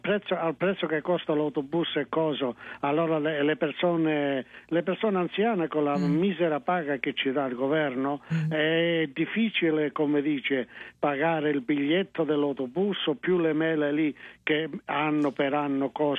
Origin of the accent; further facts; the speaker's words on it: Cicala, Calabria, Italy; moved away as an adult; now in Canada; Io sono della provincia di Catanzaro, un paese chiamato Cicala.